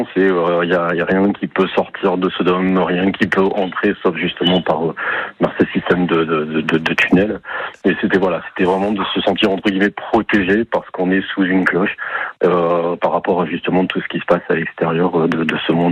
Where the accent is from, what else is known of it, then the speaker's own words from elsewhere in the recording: Hauts-de-France, France; moved away as an adult; now in Boucau, France; Donc moi je suis natif du Pas-de-Calais